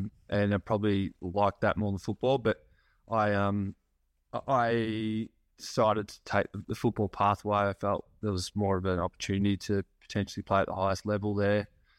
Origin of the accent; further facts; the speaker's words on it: Yarrawonga, Victoria, Australia; Growing up in Yarrawonga, it was a really small country town, especially when I grew up in the 90s, and only, a town of 2,000 people.